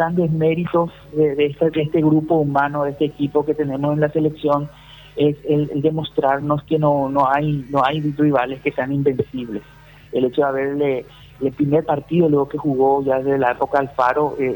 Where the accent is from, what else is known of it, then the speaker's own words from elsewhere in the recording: Paraguay; nosotros como paraguayos sabemos que tenemos que sufrir para ganar los partidos